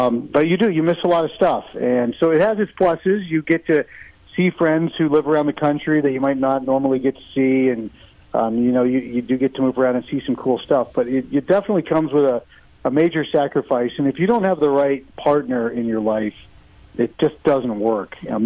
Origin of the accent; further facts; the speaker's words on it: Montana, United States; but I grew up in Montana, one-room schoolhouse, went off to boarding school as a scholarship kid